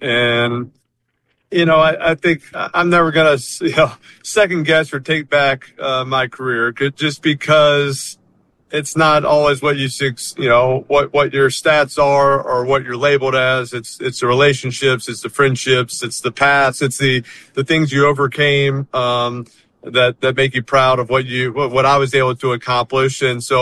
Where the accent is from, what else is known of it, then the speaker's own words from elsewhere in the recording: New Orleans, Louisiana, United States; I grew up in New Orleans. I knew what a parade was.